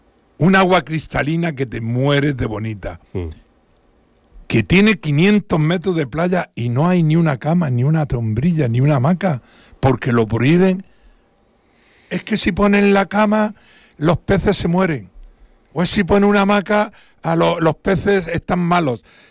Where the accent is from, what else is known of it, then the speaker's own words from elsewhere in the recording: Huércal-Overa, Andalusia, Spain; now in Ibiza, Spain; Tú crees que tú ven una persona, por ejemplo, de Huercaovera, a mi pueblo.